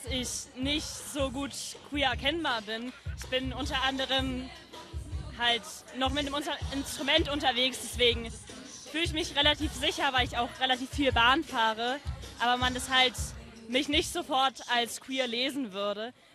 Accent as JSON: {"language": "German", "region": "Saxony", "country": "Germany", "said": "Nein, ich komme aus Sachsen."}